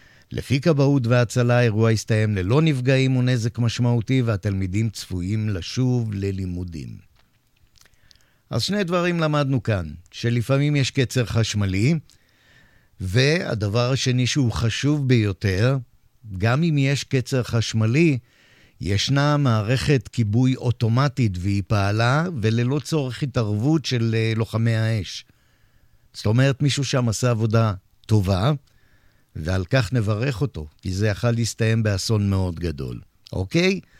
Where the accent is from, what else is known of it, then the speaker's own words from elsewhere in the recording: Holon, Tel Aviv District, Israel; ובת ים זו עיר שאני הייתי בה המון כחולוני.